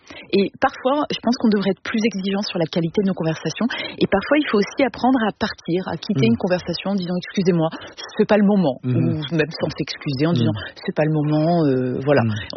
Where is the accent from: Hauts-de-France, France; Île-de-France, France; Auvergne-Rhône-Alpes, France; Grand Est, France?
Grand Est, France; Metz; je suis franco luxembourgeoise, hein. J'ai grandi en Lorraine, à Metz.